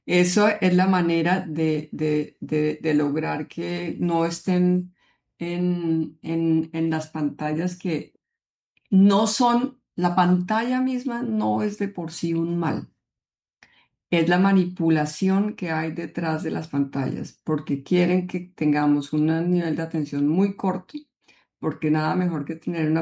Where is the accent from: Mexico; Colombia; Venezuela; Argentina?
Colombia